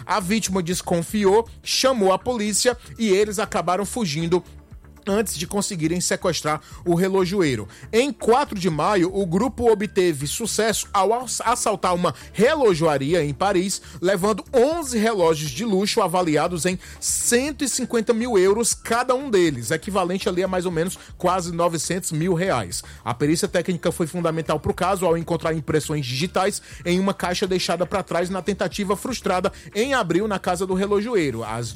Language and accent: Portuguese; Brazil; A gente é brasileira